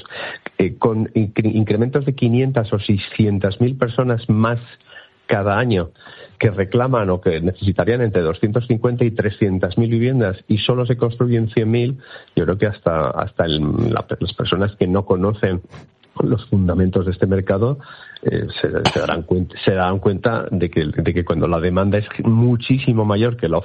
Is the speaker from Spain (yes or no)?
yes; Bilbao, Basque Country, Spain; yo que soy de Bilbao y siempre pongo el ejemplo muy sencillo